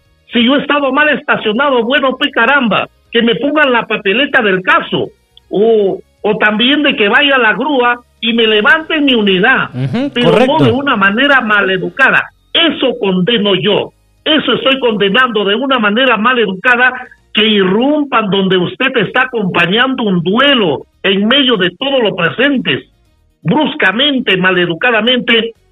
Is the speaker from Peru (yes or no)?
yes; Cutervo, Cajamarca, Peru; los que conocemos y somos de Cutervo